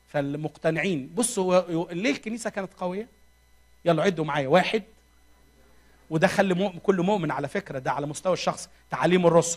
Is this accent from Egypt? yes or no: yes; Egypt; الكبار الاتقياء عندنا في مصر كانش يعملوا حاجه يوم الحد ده خالص،